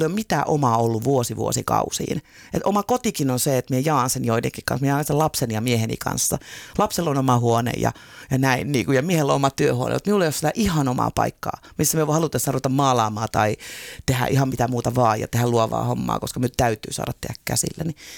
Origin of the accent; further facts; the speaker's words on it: Lappeenranta, South Karelia, Finland; moved away; minä olen siis itärajalta, minä olen siis Lappeenrannasta, Saimaan rannalta.